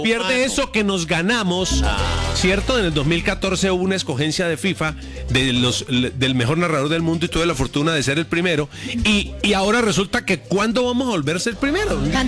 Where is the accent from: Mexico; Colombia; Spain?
Colombia